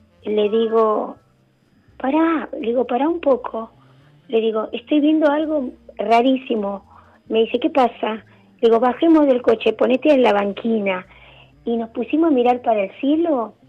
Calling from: Villa Madero, Buenos Aires Province, Argentina; Yo estoy acá en la Villa Madero. Estoy en La Matanza ahora.

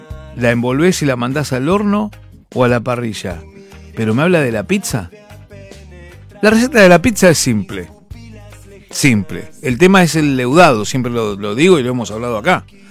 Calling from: San Fernando, Buenos Aires Province, Argentina; de San Fernando.

